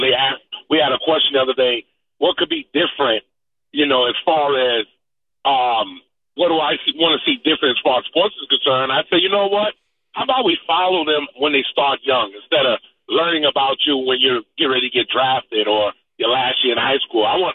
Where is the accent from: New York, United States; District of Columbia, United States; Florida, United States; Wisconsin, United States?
New York, United States; New York City; 47 years old, and a lot of my teachers really love the fact that I'm from Brooklyn